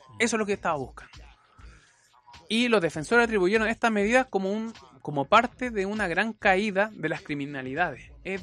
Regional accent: Vallenar, Atacama, Chile; also born or lived in Viña del Mar; Sí, pero yo soy de Vallenar, pero estaba viviendo en Viña en ese momento.

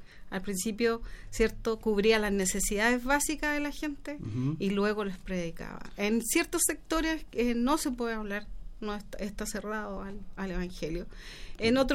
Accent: Talcahuano, Biobío, Chile; yo soy oriunda de Talcahuano. Fui criada en el Evangelio. Desde pequeña mi madre me llevó a la iglesia con raíces profundas de fe.

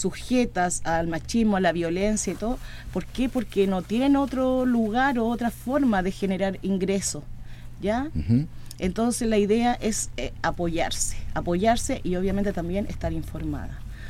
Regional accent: Riñihue, Los Ríos, Chile; Yo que vengo de Riñigüe

